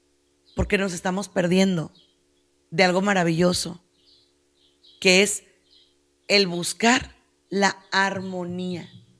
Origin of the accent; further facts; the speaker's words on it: Mexico; en el caso mío, o de nosotros que somos mexicanos, pues somos muy vigueros, muy groseros.